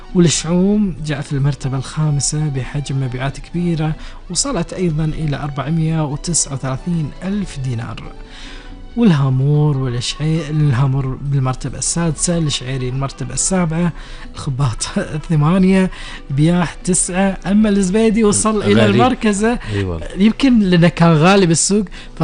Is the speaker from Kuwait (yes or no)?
yes; Kuwait; الزبيدي أهم أكلة عندنا بالكويت بالنسبة لي.